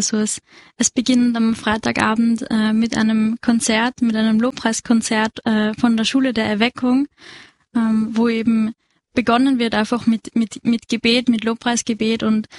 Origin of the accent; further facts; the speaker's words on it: Bergland, Lower Austria, Austria; moved away as an adult; now in Vienna, Austria; ich bin aus Bergland. Genau, wir studieren beide gerade in Wien